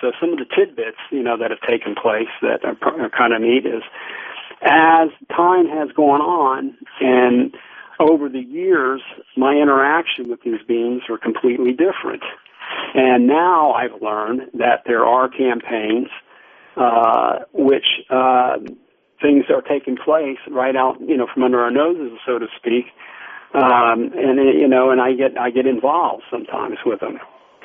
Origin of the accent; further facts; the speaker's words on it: United States; I like to see us be in the forefront, which is America, because I'm an American.